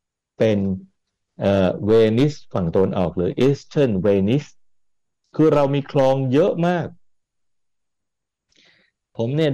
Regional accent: Bangkok, Thailand; แนวคันกั้นน้ําที่เราคนกรุงเทพได้รับพระมหากรุณาธิคุณจากพระบาทสมเด็จพระเจ้าอยู่หัวรัชกาลที่9

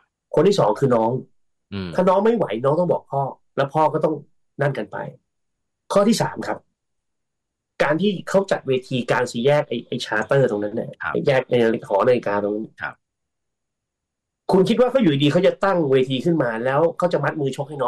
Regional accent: Bangkok, Thailand; คือเราเป็นคนกรุงเทพอ่ะ

